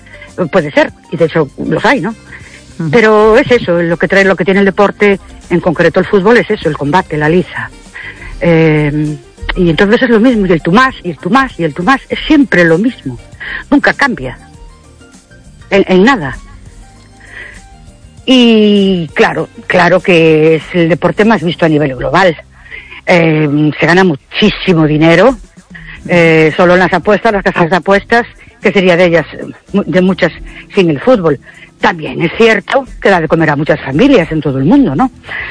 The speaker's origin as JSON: {"language": "Spanish", "town": "Ourense", "region": "Galicia", "country": "Spain", "said": "Buenas noches … de Ourense."}